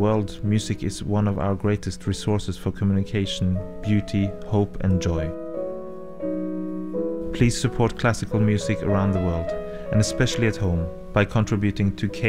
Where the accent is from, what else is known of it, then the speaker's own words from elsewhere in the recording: Rogaland, Norway; born there; first language Norwegian; English is a second language; I was born on the island of Karmøy on Norway's west coast, and my native language is Norwegian.